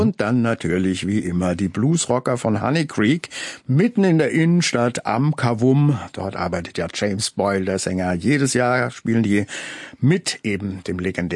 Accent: Rhineland-Palatinate, Germany; ich als Pfälzer

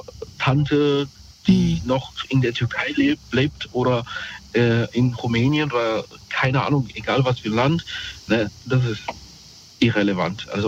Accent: Mainz, Rhineland-Palatinate, Germany; also ich komm aus Mainz, ne, sagen wir mal Platz 1 in Mainz

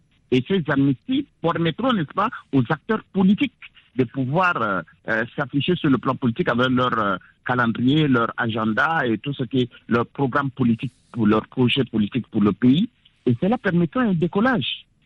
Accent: Chad; Moi, je suis ni du Nord ni du Sud, à mon avis. Moi, je suis un Tchadien et je réfléchis pour mon pays, le Tchad.

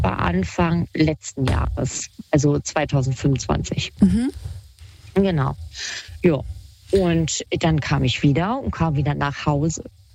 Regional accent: Kassel, Hesse, Germany

